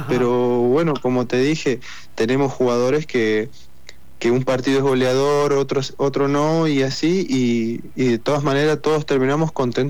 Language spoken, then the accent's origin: Spanish; Chaco, Argentina; moved away; yo soy de Chaco